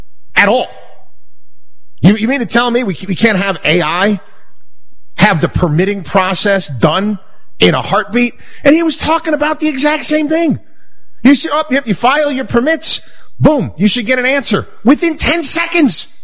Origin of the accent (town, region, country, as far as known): Albany, New York, United States; born or raised there